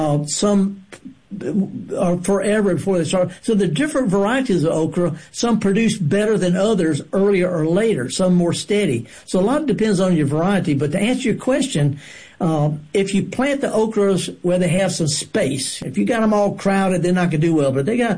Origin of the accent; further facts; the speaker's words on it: Mississippi Delta, United States; Okay. Now, I'm from the Delta.